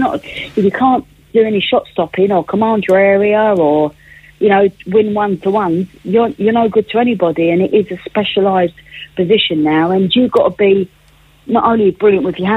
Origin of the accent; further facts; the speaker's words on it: London, United Kingdom; born and bred in Peckham, you've got to have a tough upbringing.